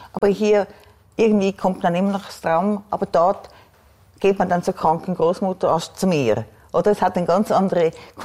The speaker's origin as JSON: {"language": "German", "country": "Switzerland", "also_born_or_lived": "South Africa", "moved": "as an adult", "said": "als Schweizer"}